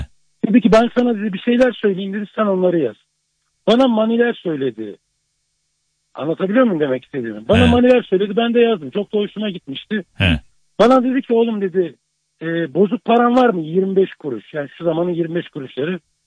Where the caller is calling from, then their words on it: Istanbul, Turkey; İstanbul'dan, Beylikdüzü'nden.